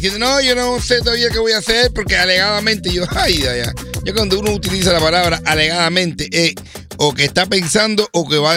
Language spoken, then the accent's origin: Spanish; Cuba